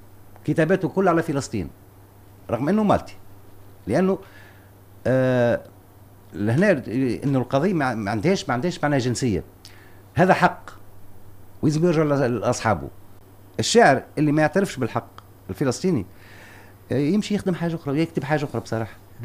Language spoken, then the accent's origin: Arabic; Tunisia; وبالنسبة لي أنا تونس أعز بلاد في العالم